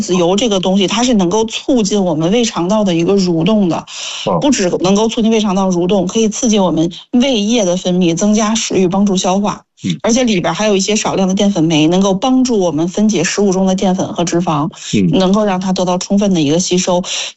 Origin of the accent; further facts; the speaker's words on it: Beijing, China; 咱老北京